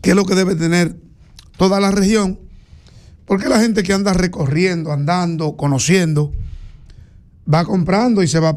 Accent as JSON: {"language": "Spanish", "country": "Dominican Republic"}